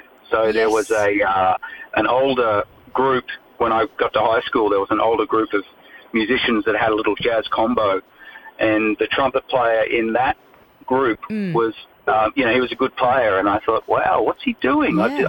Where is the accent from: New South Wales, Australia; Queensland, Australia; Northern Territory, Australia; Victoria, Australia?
New South Wales, Australia; Armidale; I grew up in Armidale, you know, rural New South Wales